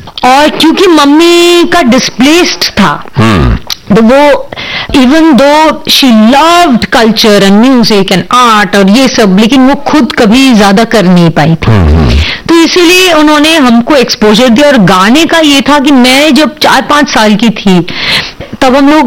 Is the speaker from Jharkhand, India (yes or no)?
no; Delhi, India; दिल्ली में उस माहौल में मैं पली बड़ी जहाँ मंडी हाउस और जो विंटर्स बिल्कुल विंटर्स में